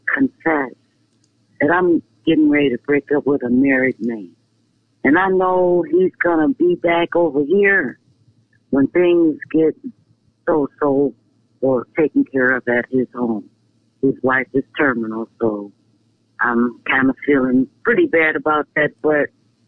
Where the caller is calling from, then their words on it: Michigan, United States; I'm calling from the Wahsatch, Michigan.